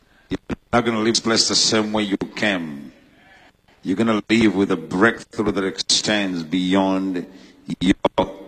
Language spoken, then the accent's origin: English; Uganda; I'm from Uganda. I was born and raised in Uganda, Africa.